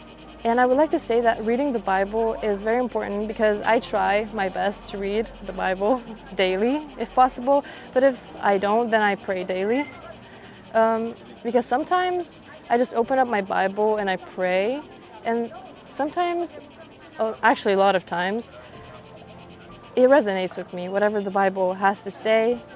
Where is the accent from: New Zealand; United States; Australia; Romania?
Romania; I come from Romania